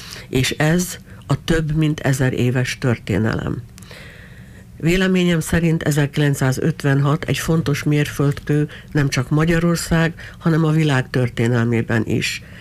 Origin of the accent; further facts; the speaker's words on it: Sydney, New South Wales, Australia; Mi 1963-ban mentünk vissza először. Engem, mint 16 éves fiút, aki Sydneyben nőttem fel